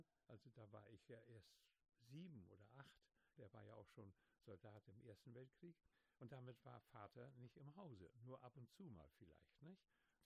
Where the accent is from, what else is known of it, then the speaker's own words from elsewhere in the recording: Rostock, Mecklenburg-Vorpommern, Germany; also born or lived in Neustrelitz; Ich bin ja in Neustrelitz geboren, 1933, und nach 2 Jahren kam ich nach Rostock.